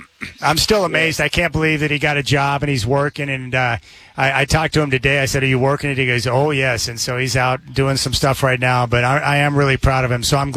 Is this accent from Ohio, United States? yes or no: no; Oklahoma, United States; now in Portland, United States; growing up in Oklahoma out in the country